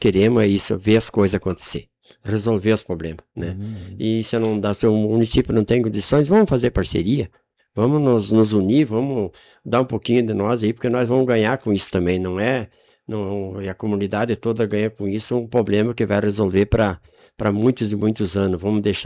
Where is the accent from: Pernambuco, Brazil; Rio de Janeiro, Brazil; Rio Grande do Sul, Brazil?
Rio Grande do Sul, Brazil; Santa Bárbara do Sul; nós somos natural de Santa Bárbara.